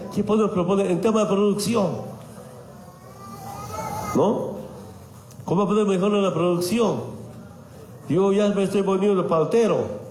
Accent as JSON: {"language": "Spanish", "country": "Bolivia"}